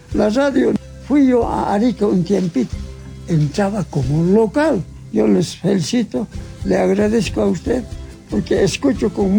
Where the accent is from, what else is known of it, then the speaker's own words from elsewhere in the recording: Choquecota, Oruro, Bolivia; Spanish is a second language; Yo soy netamente carangueño, mi pueblo es Choquecota. Es un pueblo donde realmente es más antiguo cualquier otro pueblo de la zona occidental de Carangas.